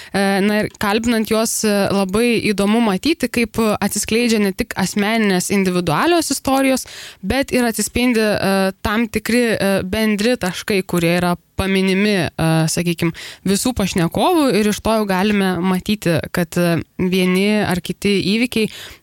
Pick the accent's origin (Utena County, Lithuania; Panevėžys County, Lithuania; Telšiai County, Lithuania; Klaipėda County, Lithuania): Klaipėda County, Lithuania; Palanga; Taip, aš esu iš Palangos.